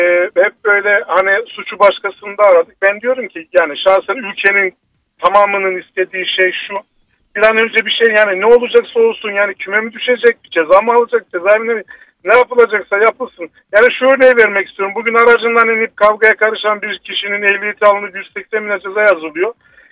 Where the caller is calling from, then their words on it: Trabzon, Turkey; Trabzon'dan arıyorum.